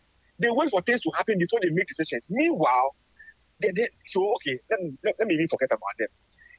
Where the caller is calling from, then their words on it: Ghana